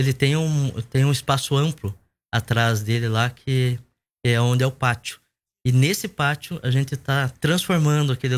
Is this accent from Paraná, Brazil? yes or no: yes; Telêmaco Borba, Paraná, Brazil; sou natural aqui de Telema.